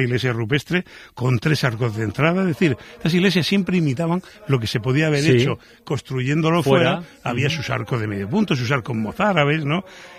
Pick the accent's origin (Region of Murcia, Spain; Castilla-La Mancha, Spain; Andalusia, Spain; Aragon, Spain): Region of Murcia, Spain; Catalán valenciano y encima soy de Murcia, que me como las S, ¿no?